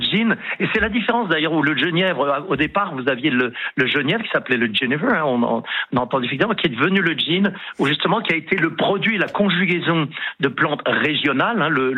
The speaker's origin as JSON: {"language": "French", "country": "France", "said": "Et alors, je vais vous le dire, en plus, en tant que Français, un petit coup de cocorico très rapide."}